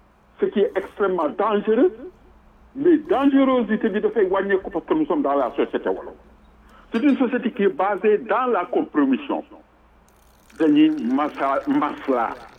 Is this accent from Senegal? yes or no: yes; Senegal; born there; Je suis né au Sénégal. Mes parents, mes grands-parents, mes arrière-grands-parents sont sous terre au Sénégal.